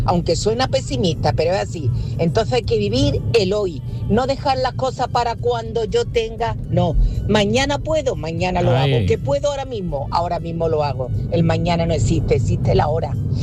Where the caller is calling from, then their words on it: Marbella, Andalusia, Spain; de Marbella.